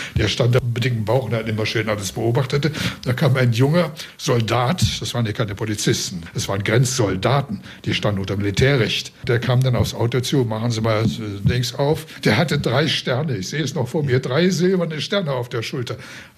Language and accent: German; Saxony, Germany; Bei uns zu Hause im Erzgebirge, da sind Sie nur das Horstelchen.